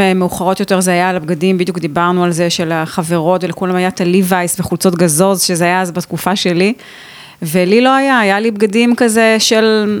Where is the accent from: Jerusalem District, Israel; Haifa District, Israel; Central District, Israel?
Haifa District, Israel; Kiryat Haim; גדלתי אז בקריית חיים עד גיל 12